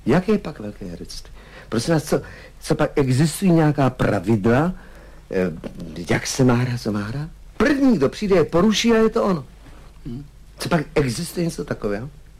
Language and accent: Czech; Smečno, Central Bohemian Region, Czechia; Já jsem prostý chlapec ze Smeček, který se vyšvihl.